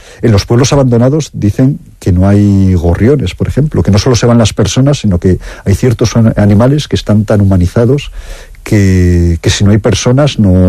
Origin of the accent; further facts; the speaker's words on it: Castile, Spain; la España interior, la España vacía, la Castilla nuestra